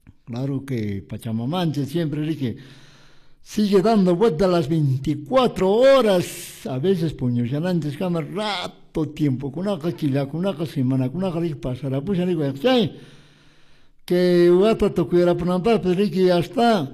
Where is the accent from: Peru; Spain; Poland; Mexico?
Peru; iniciamos y arrancamos el mes del aniversario patrio de nuestro país, el Perú. Como peruanos